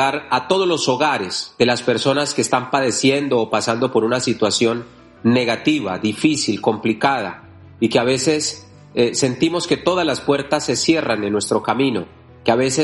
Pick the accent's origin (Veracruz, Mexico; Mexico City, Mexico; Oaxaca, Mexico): Veracruz, Mexico; Catemaco; de Catemaco, Veracruz, soy el curandero que usa el rezo, la oración y la imposición de manos